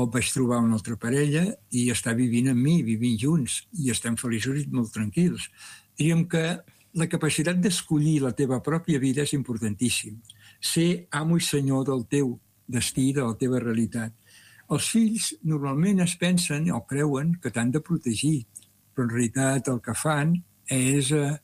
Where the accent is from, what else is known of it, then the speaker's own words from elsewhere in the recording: Argentona, Catalonia, Spain; moved away as an adult; also born or lived in Mataró; Si jo estigués a Argentona, el meu poble, o Mataró, la ciutat en la que he estat els últims 40 anys